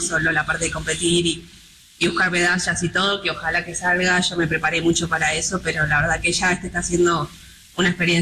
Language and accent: Spanish; Mar del Plata, Buenos Aires Province, Argentina; Vivirlo acá en mi país, yo soy de Mar del Plata.